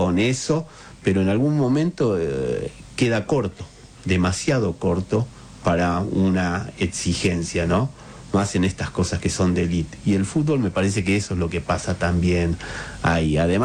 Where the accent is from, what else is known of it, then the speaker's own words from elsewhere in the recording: Buenos Aires, Argentina; Nosotros también ser del oeste